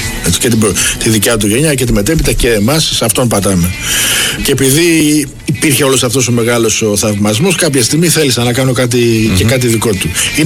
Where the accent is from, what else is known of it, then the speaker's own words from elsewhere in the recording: Skiathos, Thessaly, Greece; now in Piraeus, Greece; Η καταγωγή μου είναι από τη Σκιάθο. Ενημέρωσα εδώ στο Πασαλιμάνι, αλλά η καταγωγή είναι από τη Σκιάθο